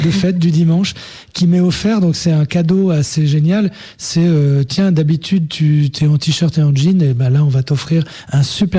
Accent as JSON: {"language": "French", "region": "Hauts-de-France", "country": "France", "tie": "born or raised there", "said": "Quand j'étais môme en Picardie, moi je viens d'ici"}